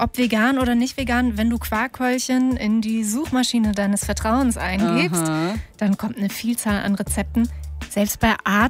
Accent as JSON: {"language": "German", "region": "Saxony-Anhalt", "country": "Germany", "tie": "born or raised there", "said": "wir sind ja beide in der BRD aufgewachsen. Ja. Du in Bremen, ich in Sachsen-Anhalt."}